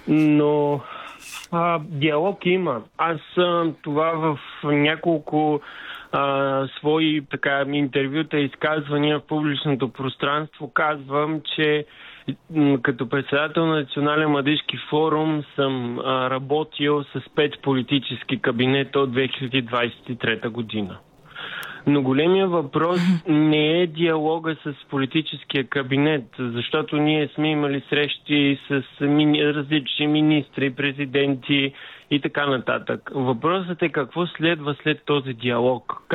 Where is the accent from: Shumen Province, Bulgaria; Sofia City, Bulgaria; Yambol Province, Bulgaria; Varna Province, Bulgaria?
Varna Province, Bulgaria; Varna; тъй като съм горд варненец